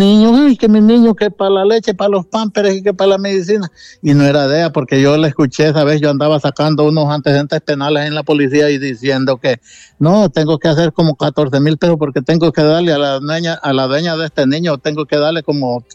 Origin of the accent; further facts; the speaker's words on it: Colón, Honduras; Yo soy de Colón.